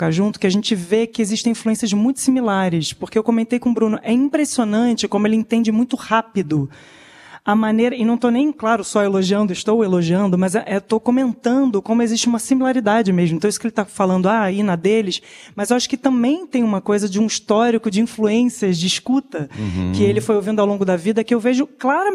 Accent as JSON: {"language": "Portuguese", "region": "Rio de Janeiro", "country": "Brazil", "tie": "born there", "said": "Não, eu nasci no Rio mesmo."}